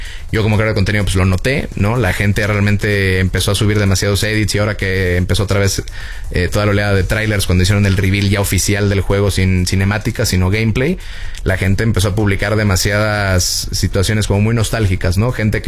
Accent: Mexico; con nosotros como mexicanos.

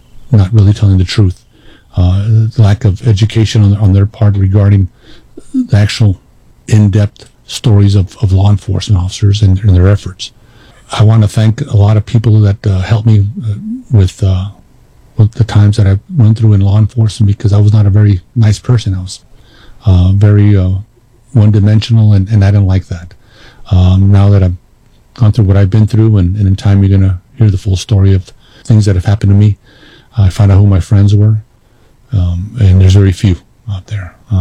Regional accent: El Paso, Texas, United States; When I was growing up in El Paso, I hung out with a lot of classic rockers

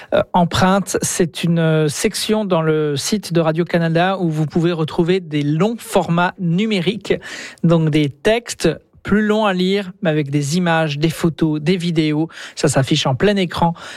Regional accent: France; Voilà, je dis ça en tant que français, bien sûr.

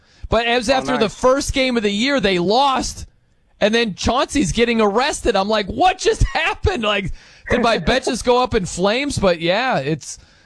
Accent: Indiana, United States; Actually, you know, Chicago is closer to my hometown than Indianapolis is. So I don't know. Some people are like, well, I mean, you're in Indiana, you're a Hoosier.

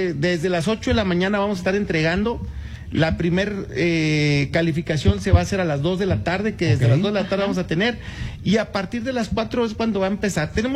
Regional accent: Ramos Arizpe, Coahuila, Mexico; es un orgullo ser de Ramos Arizpe, y por eso hablo también de mi pueblo, de mi gran ciudad, Ramos Arizpe

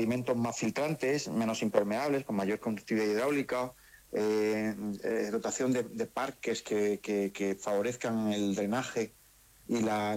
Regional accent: Andalusia, Spain; En las ciudades andaluzas, yo soy andaluz, eso es de primer orden de preocupación en las ciudades andaluzas

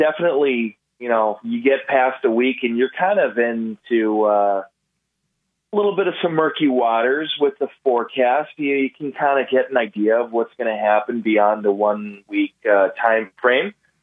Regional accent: Minnesota, United States; I grew up in Minnesota

